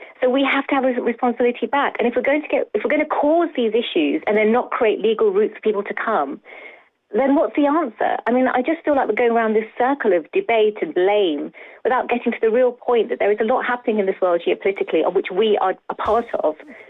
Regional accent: United Kingdom; born there; I'm an Indian woman. I was born here. My parents are of East African origin.

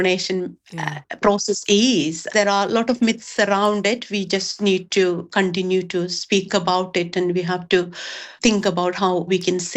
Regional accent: India; moved away as an adult; now in United Kingdom; because when I came in, I didn't have the challenge of regaining my nursing registration in the UK. I came from India and I didn't have those challenges.

